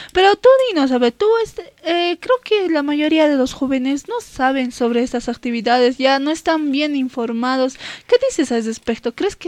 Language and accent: Spanish; Bolivia; nosotros como bolivianos deberíamos saber todo esto